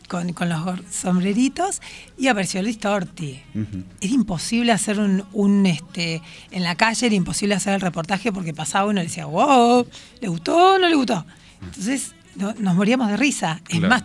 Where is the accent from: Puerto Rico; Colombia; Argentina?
Argentina